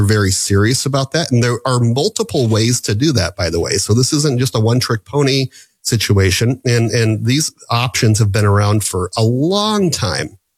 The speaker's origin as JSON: {"language": "English", "town": "Omaha", "region": "Nebraska", "country": "United States", "tie": "born or raised there", "said": "We're Midwestern. I was born and raised right here in Omaha."}